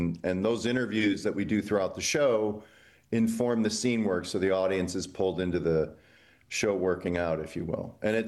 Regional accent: Illinois, United States; And I grew up in Illinois, and so I traversed Nebraska many times by car

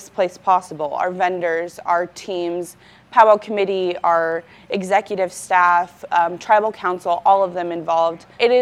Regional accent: Omaha, Nebraska, United States; I'm from Omaha, Nebraska.

